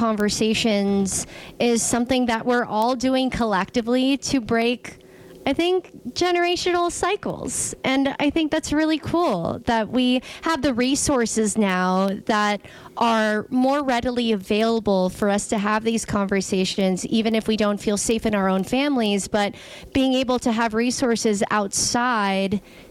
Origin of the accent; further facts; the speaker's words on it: United States; we growing up in America